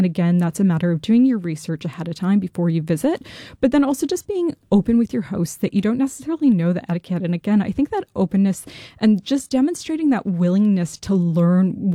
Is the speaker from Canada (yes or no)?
yes; Canada; now in Christchurch, New Zealand; in Canada, which is where I'm from